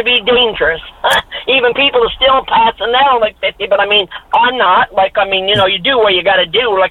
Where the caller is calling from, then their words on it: Deer Lake, Newfoundland and Labrador, Canada; I'm from Deer Lake.